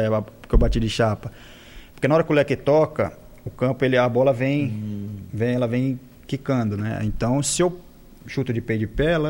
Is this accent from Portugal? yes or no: no; Santa Bárbara d'Oeste, São Paulo, Brazil; Eu vinha de Santa Bárbara, pegava um ônibus em Santa Bárbara